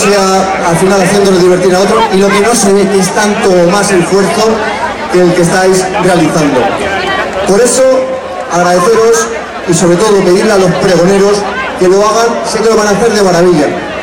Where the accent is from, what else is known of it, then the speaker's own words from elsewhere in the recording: Leganés, Community of Madrid, Spain; soy de Leganés y por eso vivo en Leganés y soy feliz.